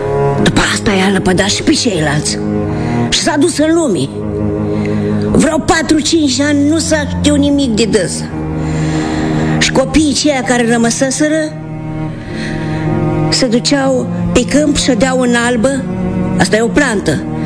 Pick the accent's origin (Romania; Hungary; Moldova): Moldova; Glodeni District; din Gașba Glodeni.